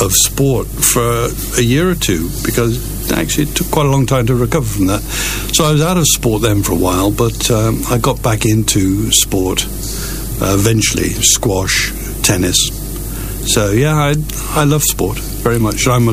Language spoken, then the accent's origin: English; Ross-on-Wye, West Midlands, United Kingdom; moved away as an adult; I was born in Walford Road in 1947